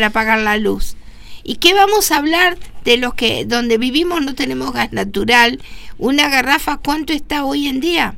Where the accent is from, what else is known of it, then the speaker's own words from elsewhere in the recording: Argentina; como ciudadanos, como argentinos